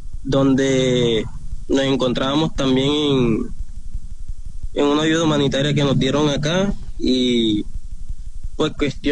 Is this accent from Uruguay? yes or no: no; María La Baja, Bolívar, Colombia; De María La Baja, Bolívar.